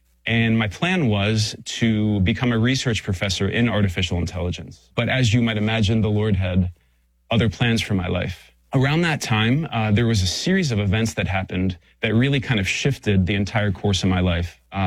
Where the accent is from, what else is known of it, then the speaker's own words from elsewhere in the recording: Pittsburgh, Pennsylvania, United States; also born or lived in Saudi Arabia; And then when I was eight, we moved to Pittsburgh, Pennsylvania. And so I grew up in Pittsburgh, had a really good childhood and a loving family.